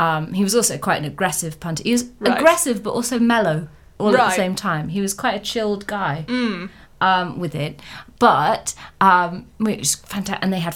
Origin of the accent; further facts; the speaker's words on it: United Kingdom